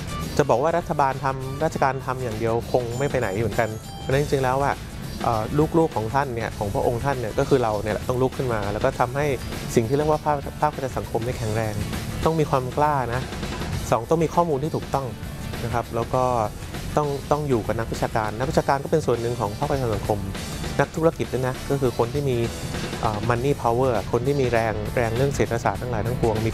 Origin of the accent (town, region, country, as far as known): Bangkok, Thailand